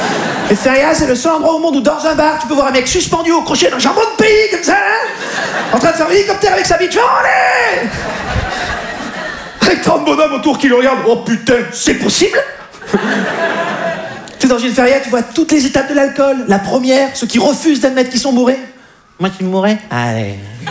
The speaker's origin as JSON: {"language": "French", "region": "South-West France", "country": "France", "said": "Moi, je viens du sud-ouest de la France, d'accord?"}